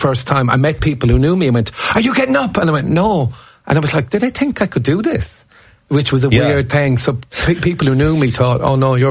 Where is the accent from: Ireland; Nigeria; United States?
Ireland; Corbally, Munster; I'm from Corbelier.